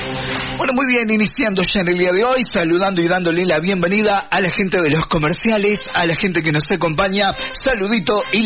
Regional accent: Argentina; Pero si no sufrimos, no somos Argentina, chicos.

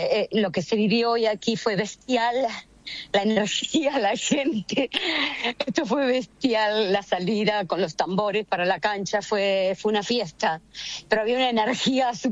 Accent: Argentina; dentro del estadio algo va a pasar porque somos argentinos, ¿no? Y tenemos la sangre caliente.

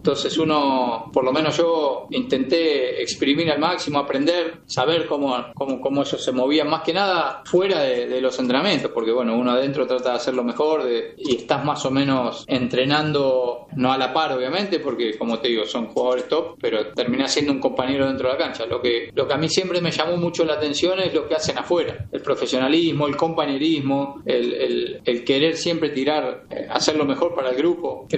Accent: Argentina; así que bueno, que él sea feliz, es lo único que como argentino le deseamos es que sea feliz

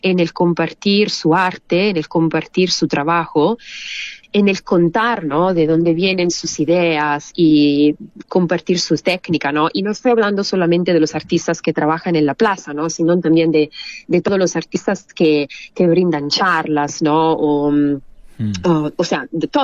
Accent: Italy; born there; Spanish is a second language; cuando volví a Italia, fue bajar al río de mi pueblito, entonces, no de Torino, sino de donde originariamente, donde

